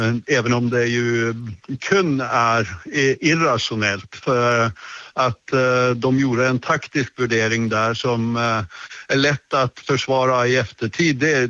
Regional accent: Norway; Swedish is a second language; det enda matchen inte var möjligt att få biljett till som norrman var Sverige mot Holland

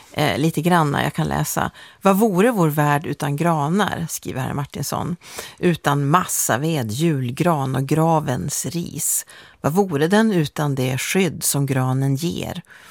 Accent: Norrbotten County, Sweden; now in Stockholm, Sweden; Och sen när jag flyttade ner till Stockholm från Norrbotten, då insåg han hur mycket en gran kostade att köpa till jul här i Stockholms innerstad.

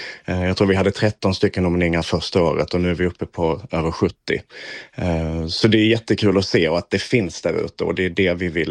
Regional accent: Klippan, Skåne, Sweden; moved away; när jag var 19 och när jag växte upp i Klippan så kände jag inte riktigt att Klippan var min stad eller min by.

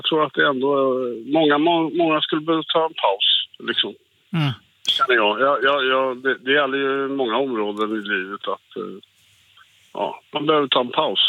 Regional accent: Stockholm, Stockholm County, Sweden; now in Västervik, Sweden; Jag är själv från Stockholm.

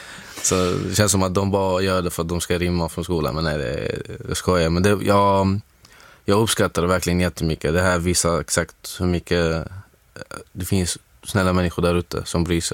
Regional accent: Syria; now in Sweden; efter det så träffade jag min advokat och som förklarade att det här baseras på hur situationen är i mitt hemland i Syrien.

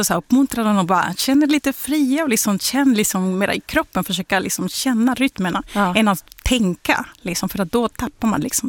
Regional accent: Cali, Valle del Cauca, Colombia; now in Sweden; Jag kommer från Colombia, Cali, Colombia, och då växte jag upp med att lyssna mycket på salsa.

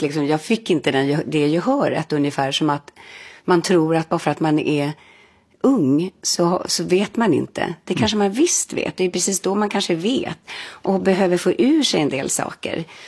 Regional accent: Stockholm, Stockholm County, Sweden; Vår familj gjorde inte det, vi kom ju från Stockholm och där lyssnade vi ju då på

